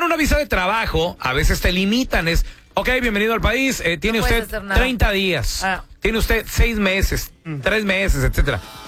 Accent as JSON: {"language": "Spanish", "country": "Mexico", "said": "Yo soy mexicano"}